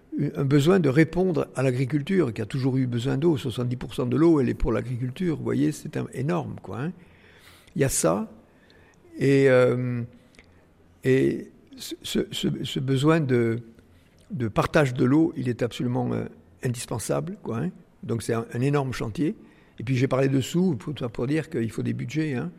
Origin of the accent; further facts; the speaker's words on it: Vielmur-sur-Agout, Occitanie, France; born there; moi je suis né dans Vielmur, dans le Tarn, petit village, à la campagne. On n'avait même pas l'eau courante, vous voyez, dans la maison.